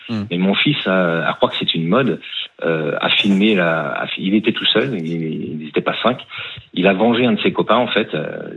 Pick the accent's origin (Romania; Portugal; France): France; Nantes, Pays de la Loire; Parce que le STEMO, c'est un service juridique relié avec les tribunaux à Nantes. Hein. Je viens de Nantes.